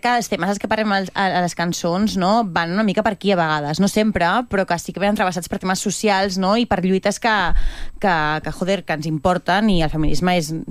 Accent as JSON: {"language": "Catalan", "town": "Barcelona", "region": "Catalonia", "country": "Spain", "tie": "born or raised there", "said": "jo sóc de Gràcia tota la vida, però tot és vivim a Gràcia."}